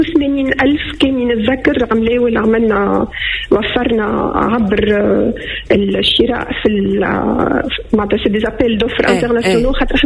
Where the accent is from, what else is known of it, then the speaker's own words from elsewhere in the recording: Tunisia; احنا شعب تونسي كما قلت لك البروده يسميها جريب